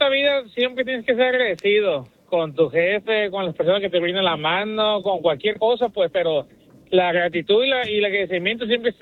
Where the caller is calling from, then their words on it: Tijuana, Baja California, Mexico; de Tijuana.